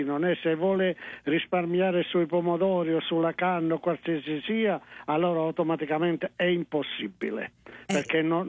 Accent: Cicala, Calabria, Italy; moved away as an adult; now in Canada; Io sono della provincia di Catanzaro, un paese chiamato Cicala.

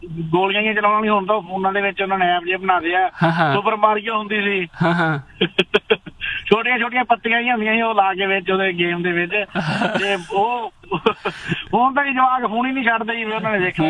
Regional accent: Muktsar, Punjab, India; ਲੱਲਾ ਬੁੱਚੀ ਕਰਕੇ ਕਹਿੰਦੇ ਆ ਸਾਡੇ ਮਾਲਵੇ ਚ ਮੈਂ ਮੁਕਤਸਰ ਸਾਹਿਬ ਤੋਂ ਬਿਲੋਂਗ ਕਰਦਾ ਹੈ ਨਾ

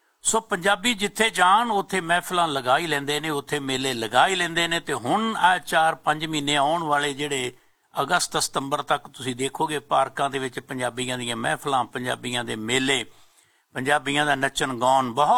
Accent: Punjab, India; moved away; ਕਿਉਂਕਿ ਅਸੀਂ ਪੰਜਾਬ ਤੋਂ ਆਏ ਹਾਂ ਅਤੇ 13,000-14,000 ਕਿਲੋਮੀਟਰ ਦੀ ਦੂਰੀ 'ਤੇ ਬੈਠੇ ਹਾਂ।

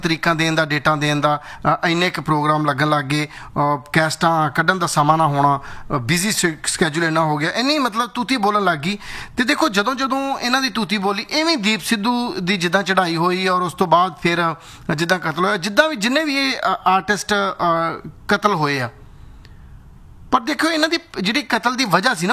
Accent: Punjab, India; ਅਸੀਂ ਕਹਿੰਦੇ ਮਾਲਵੇ ਚ ਕਰੁੰਬਲਾ

